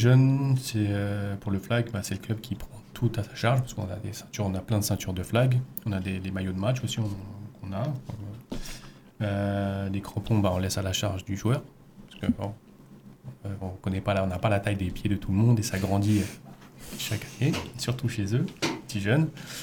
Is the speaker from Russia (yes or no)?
no; La Courneuve, Île-de-France, France; j'ai grandi à La Courneuve dans le 93